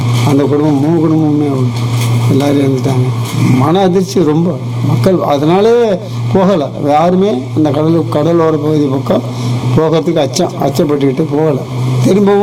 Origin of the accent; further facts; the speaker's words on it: Pamban, Tamil Nadu, India; பாம்பன்ல இருக்கு. 65 வயசு ஆயிருது. அது எப்படி பார்த்தாலும் 20 வருஷத்துக்கு மேல எங்க ஊர்ல இருந்து, என்னுடைய ஊர் சொந்த ஊர்ல இருந்து காரைக்காலில் ஒத்தனார் வேலை பார்த்துட்டு வீட்டுக்கு வரையில்